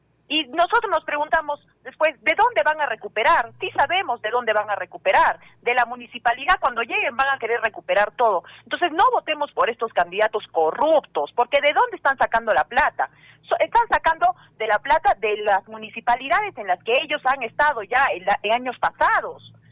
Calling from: Arequipa, Peru; nosotros estamos bien disgustados como arequipeños. Yo como arequipeña personalmente me siento bien disgustada

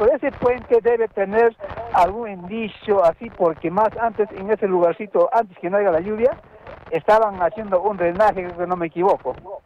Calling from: Cayma, Arequipa, Peru; Estoy llamando de Caima.

